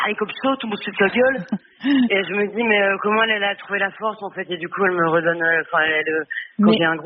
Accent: Hauts-de-France, France; Moi aussi, je suis du Nord.

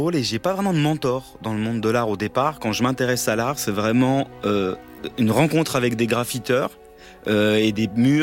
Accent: Bourgogne-Franche-Comté, France; moved away; Je viens d'un petit village de l'Est

